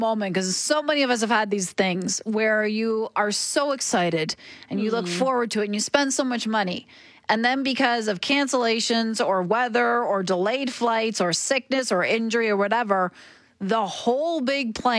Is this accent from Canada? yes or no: yes; Ontario, Canada; now in Alberta, Canada; growing up in Ontario, where we used to see bears at the dump bears, and then living here where my house is literally half an hour from Canmore